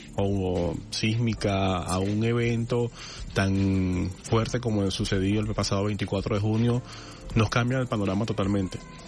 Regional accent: Venezuela; nosotros como venezolanos

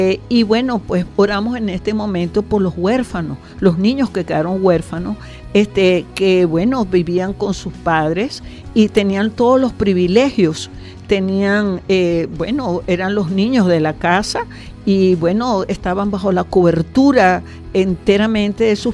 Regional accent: Venezuela

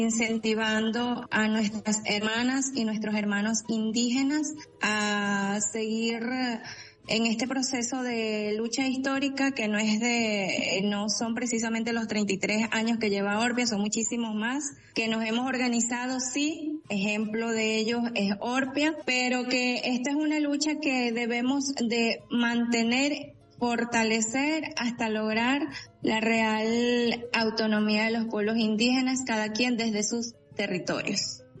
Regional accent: Guzmán Blanco, Amazonas, Venezuela; nosotros venimos del pueblo originario Guarequena, venimos de Guzmán Blanco.

